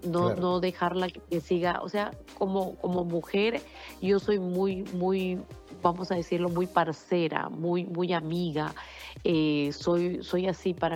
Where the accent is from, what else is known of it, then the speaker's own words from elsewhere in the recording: Peru; Y yo digo, no lo sé por qué, yo soy peruana y yo amo dar la mano a una chica peruana